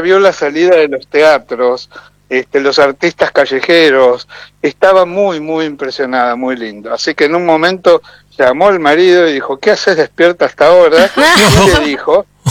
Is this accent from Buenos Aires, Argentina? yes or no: yes; Buenos Aires, Argentina; de Argentina, de Buenos Aires, la ciudad que más teatro tiene en el mundo